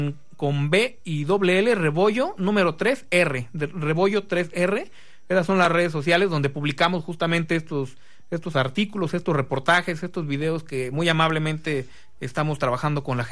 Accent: Mexico

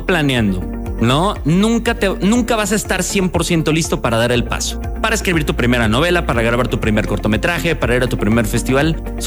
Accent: Mexico; Es una película que lo que busca es el entretenimiento y lo cumple perfectamente, más a nosotros siendo mexicanos.

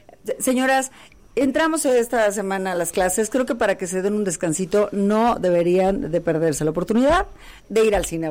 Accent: Irapuato, Guanajuato, Mexico; moved away; Pues vengo de Irapuato

